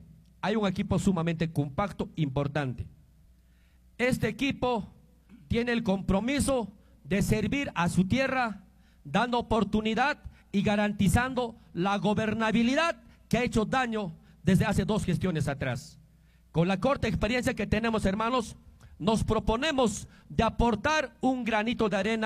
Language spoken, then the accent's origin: Spanish; Chumbivilcas Province, Cusco, Peru; Humildemente me propongo servir a mi tierra. Gracias. Vengo apasionado de querer lo mejor para la provincia de Chumbivilcas.